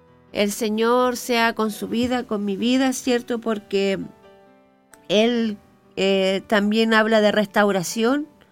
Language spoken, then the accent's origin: Spanish; Coronel, Biobío, Chile; moved away; vivía en Coronel, mi hermano, porque yo soy de Coronel.